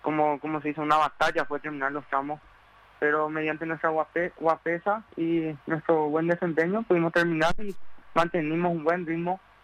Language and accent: Spanish; Coronel Oviedo, Caaguazú, Paraguay; De Colón del Oviedo, así mismo.